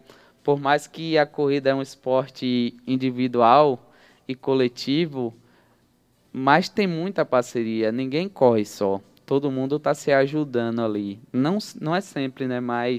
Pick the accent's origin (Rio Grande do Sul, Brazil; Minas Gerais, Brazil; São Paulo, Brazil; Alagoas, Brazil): Alagoas, Brazil; moved away; era um objetivo meu correr em Alagoas. Por ser minha terra natal